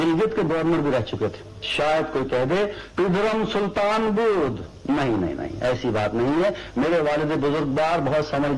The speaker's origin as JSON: {"language": "Urdu", "region": "Jammu and Kashmir", "country": "India", "tie": "born there", "said": "میں اپنے دیش کے اسی خوبصورت علاقے میں پیدا ہوا تھا۔ میں کشمیر پنڈت برادری سے تعلق رکھتا ہوں۔"}